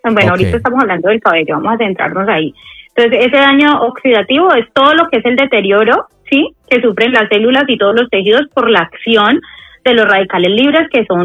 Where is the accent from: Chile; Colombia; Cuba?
Colombia; Que bueno, todos la conocen por aquí, soy colombiano en Europa.